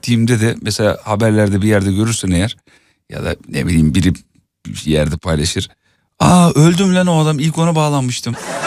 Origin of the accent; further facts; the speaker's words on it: Kocaeli, Turkey; oraların çocuğuyum.